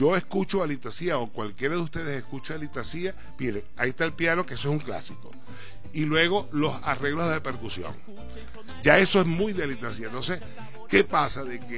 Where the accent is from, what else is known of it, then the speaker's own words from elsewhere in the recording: Maracaibo, Zulia, Venezuela; now in Guayana, Venezuela; nosotros en Maracaibo, los maracuchos nacemos donde nos dé la gana